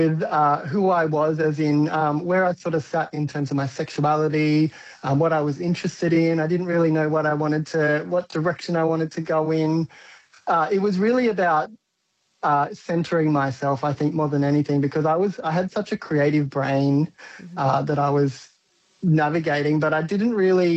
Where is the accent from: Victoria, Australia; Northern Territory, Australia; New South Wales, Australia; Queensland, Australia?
Northern Territory, Australia; Katherine; But those reflections, growing up in Catherine and finding my place, I think Catherine gave me a place to find my voice, which is really exciting.